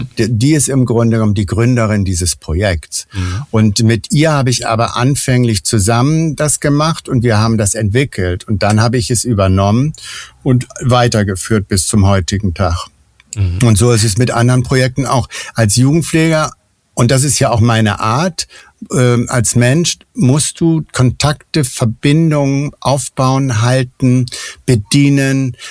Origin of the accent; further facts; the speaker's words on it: Northern Germany, Germany; also born or lived in Munich; Ich bin ja selber Norddeutscher und habe eigentlich die erste Hälfte meines Lebens eben damit verbrannt, möglichst weit weg von zu Hause zu kommen. Und bin dann aber wieder zurückgekommen in den Norden, also aus München nach Sylt.